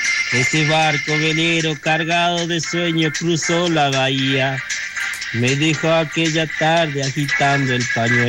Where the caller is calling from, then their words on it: La Silleta, Salta, Argentina; de La Silleta